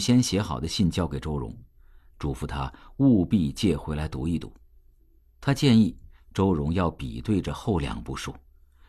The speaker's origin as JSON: {"language": "Chinese", "country": "China", "said": "我认为以上问题肯定是我们中国人身上较普遍存在的问题，以后可能会更加突出"}